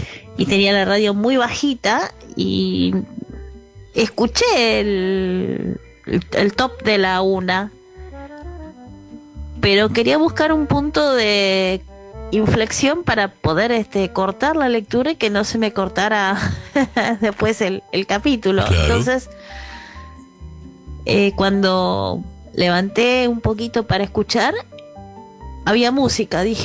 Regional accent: Buenos Aires, Argentina

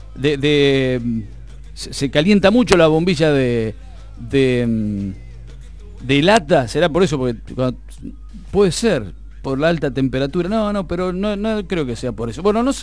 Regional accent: Vedia, Buenos Aires Province, Argentina; Son dichos de mi niñez en Bedia. Era pibe

